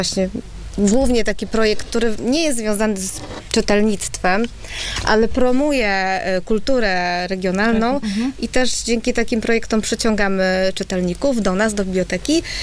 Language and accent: Polish; Pomeranian Voivodeship, Poland; niewielu mamy takich artystów u nas na Kaszubach.